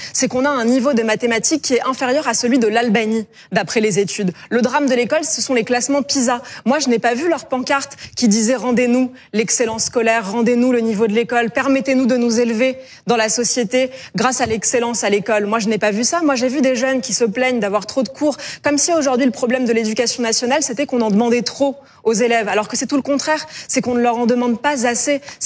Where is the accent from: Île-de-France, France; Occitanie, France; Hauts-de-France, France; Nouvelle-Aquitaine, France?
Île-de-France, France; Écoutez, moi j'ai grandi en Seine-Saint-Denis.